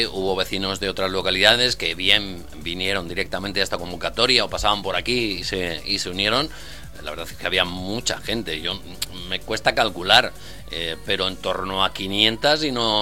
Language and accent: Spanish; Spain; Nos afecta porque hablamos de fronteras y de España y somos españoles